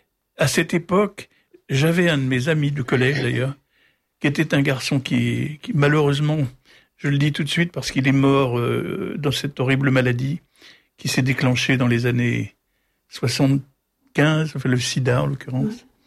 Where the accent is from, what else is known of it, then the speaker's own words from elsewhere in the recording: Paris, Île-de-France, France; J'ai dit, ben non, moi je serais bien resté, mais je suis parisien, je veux quand même retrouver ma famille à Paris. Donc je suis remonté à Paris.